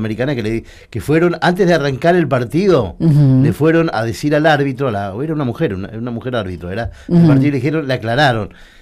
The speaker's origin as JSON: {"language": "Spanish", "country": "Argentina"}